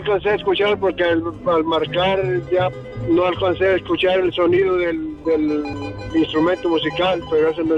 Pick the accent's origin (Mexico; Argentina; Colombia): Mexico; Jalisco; now in Tulare, United States; Ah, pues en mi pueblo natal, en Tal, de Allende, Jalisco.